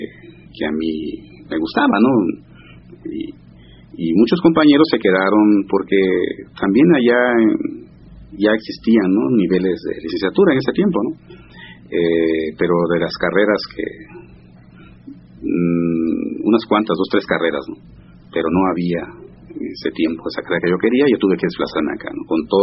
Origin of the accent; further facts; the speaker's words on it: Oaxaca, Mexico; born there; moved away as an adult; now in Mexico City, Mexico; Yo cuando salí de allá de mi pueblo, vine aquí a la Ciudad de México a estudiar una carrera